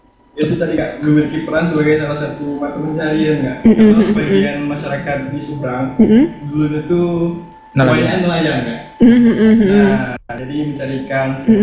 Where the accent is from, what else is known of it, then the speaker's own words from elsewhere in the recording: Danau Teluk, Jambi, Indonesia; kami ingin memperkenalkan kampung halaman kami di Danau Teluk itu.